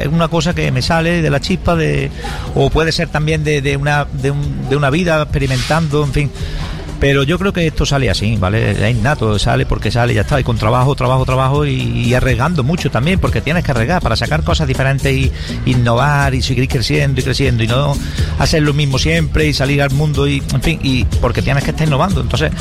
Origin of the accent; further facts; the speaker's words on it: La Rambla, Andalusia, Spain; vengo, soy de la Rambla